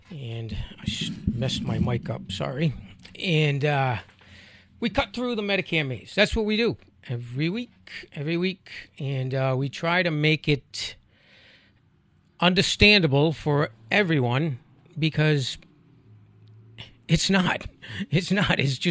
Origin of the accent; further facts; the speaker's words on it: Rhode Island, United States; accent: Rhode Island; I try my hardest to not project my Rhode Island accent